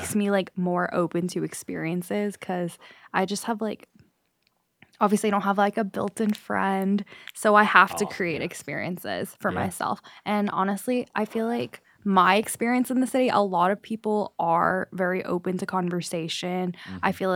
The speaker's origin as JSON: {"language": "English", "town": "New York City", "region": "New York", "country": "United States", "said": "I'm from Queens."}